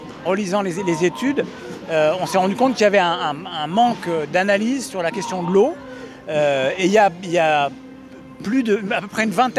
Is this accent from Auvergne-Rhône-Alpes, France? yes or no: yes; Auvergne-Rhône-Alpes, France; parce que je viens de Savoie. Et en Savoie, on a des méga-bassines depuis déjà longtemps qui servent à faire de la neige artificielle.